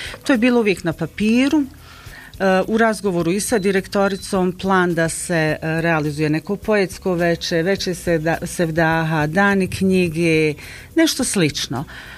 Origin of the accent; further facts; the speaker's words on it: Semizovac, Federation of Bosnia and Herzegovina, Bosnia & Herzegovina; born there; Ja sam rođena u Semizovcu i tako smo nekako vezani. Semizovac je mjesto sa bogatom istorijom.